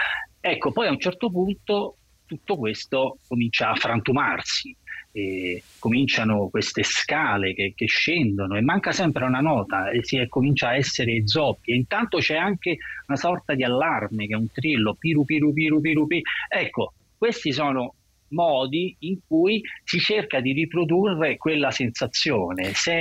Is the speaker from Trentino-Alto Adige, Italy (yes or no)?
no; Pescara del Tronto, Marche, Italy; A Pescara del Tronto, che poi è il mio paese d'origine